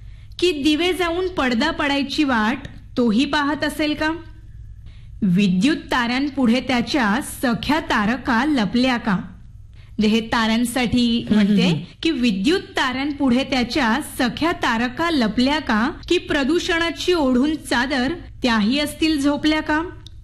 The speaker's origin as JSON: {"language": "Marathi", "town": "Devgad", "region": "Maharashtra", "country": "India", "tie": "born or raised there", "lives_now": "Mumbai, India", "said": "ने मी मूळची देवगडची आहे, तर गावी कसं निरभ्र आकाश आपल्याला पाहायला मिळतं"}